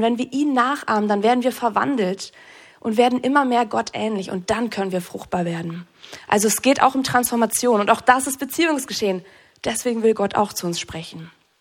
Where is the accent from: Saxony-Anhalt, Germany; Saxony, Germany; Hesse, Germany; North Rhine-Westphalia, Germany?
North Rhine-Westphalia, Germany; Ich komme aus NRW.